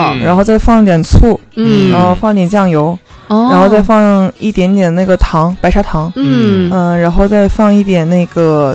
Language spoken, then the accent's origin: Chinese; Yantai, Shandong, China; born or raised there; now in Haikou, China